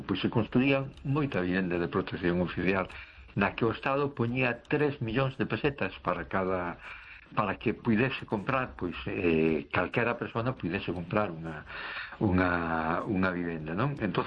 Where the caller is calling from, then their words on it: A Coruña, Galicia, Spain; de Coruña.